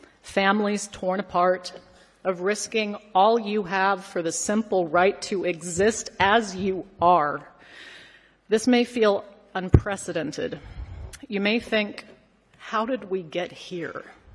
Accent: United States; I'm from the Blackfeet and Nez Perce Nations.

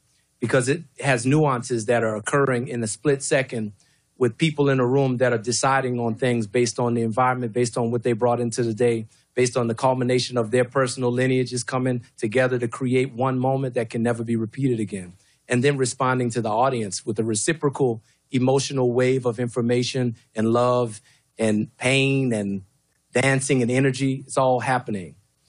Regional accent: Louisiana, United States; I'm from Louisiana. You know, my grandfather, he grew up in a Creole Cajun country.

